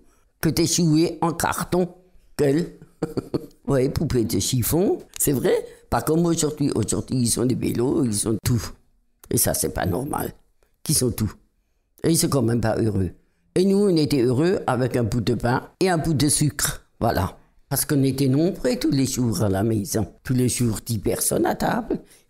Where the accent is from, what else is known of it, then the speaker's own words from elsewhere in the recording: Saint-Jean-de-Côle, Nouvelle-Aquitaine, France; born there; Je suis née à Tourtonne, Saint-Jean-de-Côle.